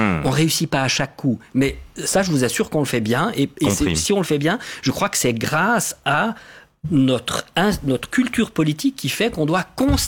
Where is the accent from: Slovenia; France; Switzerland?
Switzerland; Mais c'est pas parce qu'on est neutre. C'est parce qu'on est suisse.